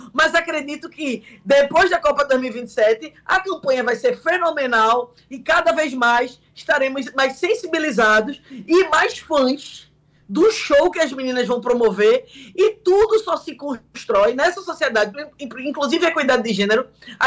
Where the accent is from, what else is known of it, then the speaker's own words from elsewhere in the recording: Brazil; a gente é brasileira